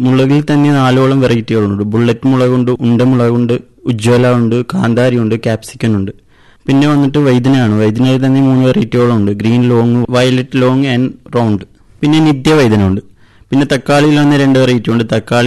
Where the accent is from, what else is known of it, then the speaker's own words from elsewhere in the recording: Kavaratti, Lakshadweep, India; ഞാൻ കവരത്തി സ്വദേശിയാണ്.